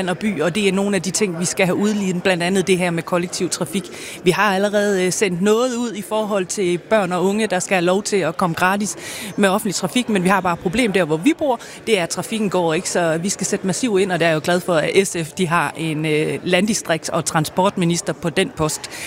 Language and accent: Danish; Ranum, North Denmark Region, Denmark; moved away; sende en hilsen hjem til Ranum. Det er jo mit hud